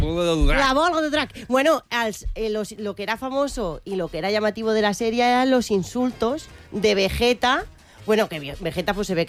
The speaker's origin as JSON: {"language": "Spanish", "region": "Region of Murcia", "country": "Spain", "said": "Porque soy de Murcia."}